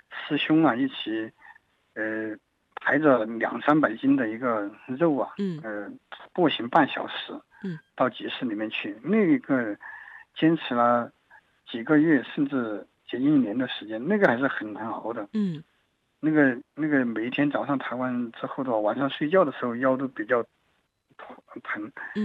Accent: Hegen, Chongqing, China; now in Chongqing, China; 坐了9个多小时的车，翻山越岭，来到了从我们老家那个河根镇联盟村来到了重庆大渡口。那个时候，相当于独自一人嘛，离开家乡

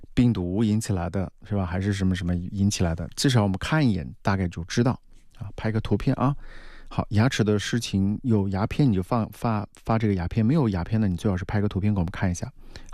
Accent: Hubei, China; 咱们湖北人特别喜欢吃鱼啊

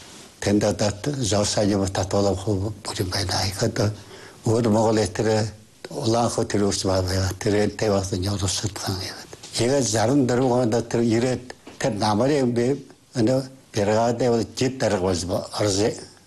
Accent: Inner Mongolia, China; би Өвөн хөсөндөө шинхэн зоомны бүрдэрэгэд

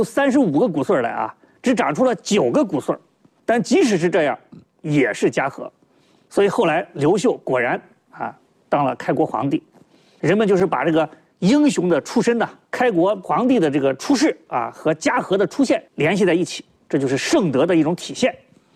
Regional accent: China

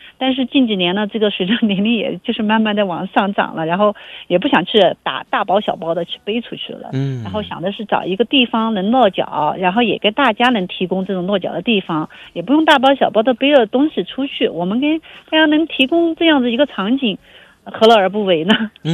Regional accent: Sichuan, China; now in Xinjiang, China; 我是也是四川人嘛

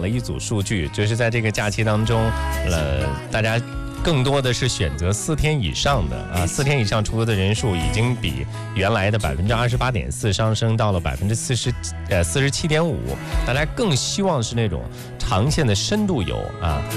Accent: Shijiazhuang, Hebei, China; 你要坐像我们石家庄那边，你要坐河北航的应该还好

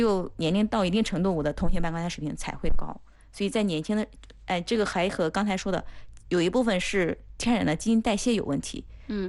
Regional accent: China; 我们中国人

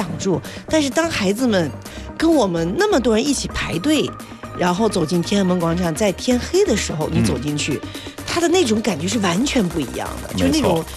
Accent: Beijing, China; 作为一个北京人啊，我觉得我每一年回北京都会去看一次五星红旗的升旗仪式

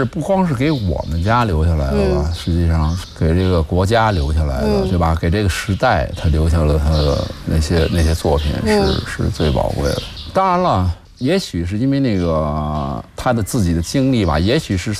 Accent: Beijing, China; 所以我是在北京长大的。

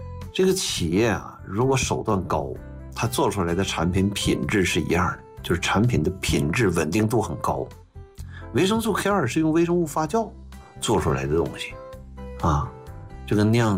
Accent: northern China, China; 就像我是北方人

